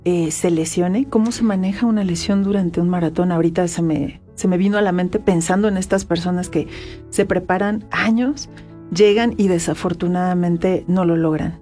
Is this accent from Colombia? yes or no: no; Mexico; me imagino yo llegando como mexicano